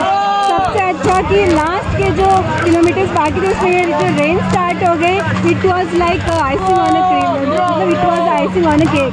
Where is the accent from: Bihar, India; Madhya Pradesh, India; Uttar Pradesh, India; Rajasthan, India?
Rajasthan, India; Jaipur; मैं जयपुर से हूँ।